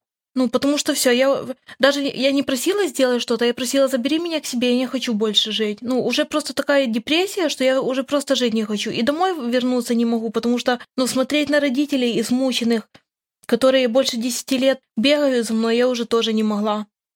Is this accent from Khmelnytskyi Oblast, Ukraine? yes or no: yes; Khmelnytskyi Oblast, Ukraine; я тоже с Украины, с Хмельницкой области.